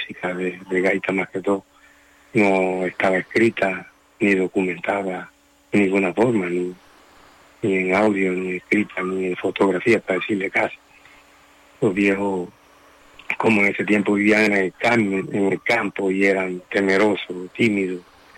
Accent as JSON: {"language": "Spanish", "town": "San Juan Nepomuceno", "region": "Bolívar", "country": "Colombia", "tie": "born or raised there", "said": "yo nací aquí en San Juan, en el ambiente este de gaitero"}